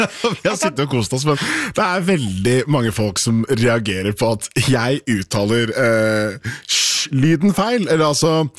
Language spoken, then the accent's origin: Norwegian; Oslo, Norway; Og så må jeg bare si at, det er jeg bare nevne at for meg så er det sosiolekt. Jeg er fra Haugenstua i Oslo.